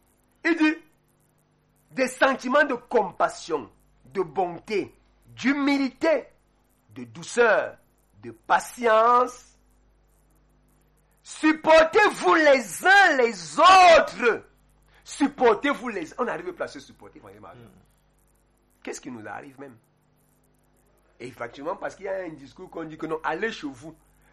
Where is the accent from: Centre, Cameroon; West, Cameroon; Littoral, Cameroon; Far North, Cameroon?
Centre, Cameroon; Kondongo; Moi, je me rappelle, on a grandi ici en Kondongo. Je parle Lombo